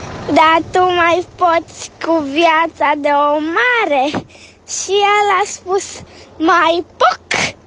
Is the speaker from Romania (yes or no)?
yes; Craiova, Dolj, Romania; din Craiova și am să vă spun un banc.